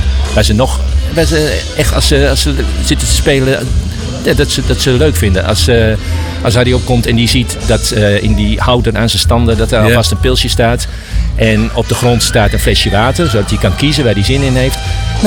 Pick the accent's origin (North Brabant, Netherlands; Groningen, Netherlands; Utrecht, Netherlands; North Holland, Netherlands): Groningen, Netherlands; Maar als Groninger vond ik toch dat ik ze kon claimen.